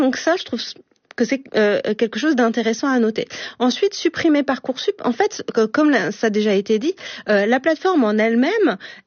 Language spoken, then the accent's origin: French; Saint-Quentin-en-Yvelines, Île-de-France, France; moi je viens de Saint-Quentin en Yvelines par exemple, si j'avais eu 18 ans il y a quelques années